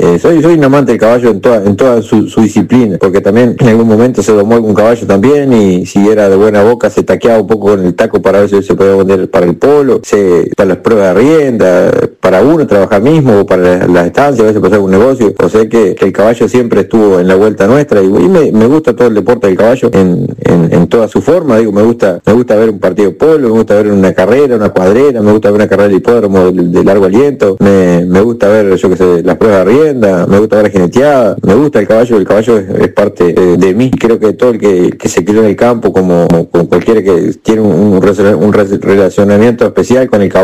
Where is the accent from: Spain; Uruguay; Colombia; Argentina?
Uruguay; Soriano; Nacimos allá en Azotea Vera, donde el caballo era una de los pilares principales de lo que era la casa